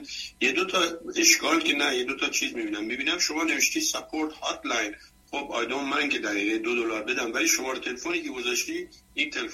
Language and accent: Persian; Iran; now in Washington, United States; البته به قول هندی، هر اهل هر کجا که باشیم ما همه ایرانی هستیم، ولی وقتی آدم صدای آشنا می‌شنوه خود به خود قلقلکش میشه.